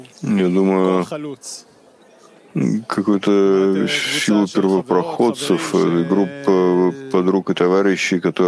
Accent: Jerusalem, Jerusalem District, Israel; Это самый большой вызов, по крайней мере, у нас тоже, я из Иерусалима.

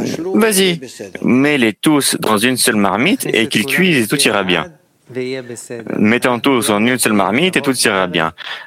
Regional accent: Israel; Je suis d'Israël. Je suis de beaucoup d'années en Israël.

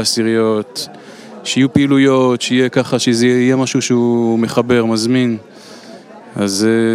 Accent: Jerusalem, Jerusalem District, Israel; אני מירושלים

